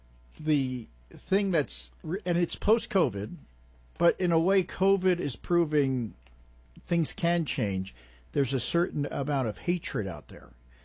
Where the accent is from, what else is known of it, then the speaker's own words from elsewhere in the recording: New Jersey, United States; You see, because the Jersey attitude, okay, because I'm from Jersey, right?